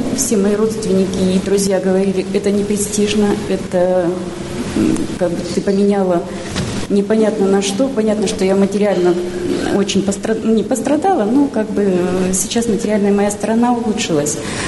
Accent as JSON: {"language": "Russian", "town": "Irkutsk", "region": "Irkutsk Oblast", "country": "Russia", "said": "я из Иркутска."}